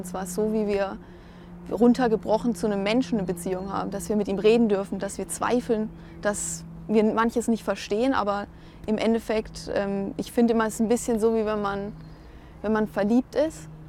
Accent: Regensburg, Bavaria, Germany; born there; dass mein Geburtsort Regensburg, da fließt auch ein Fluss durch.

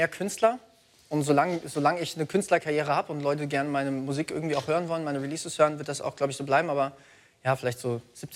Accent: Hesse, Germany; Ich komme aus Mittelhessen.

